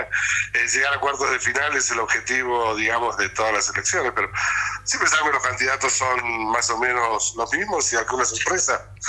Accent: Argentina; Perdón, como argentino digo, nos vamos a arreglar para escaparnos a verlos y juntarnos

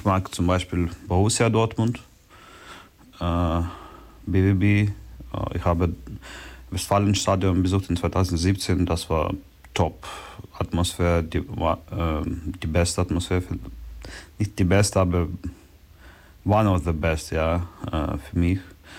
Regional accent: Kharkiv, Kharkiv Oblast, Ukraine; born there; German is a second language; Ich bin in Kharkiv geboren und das ist mein Heim Club

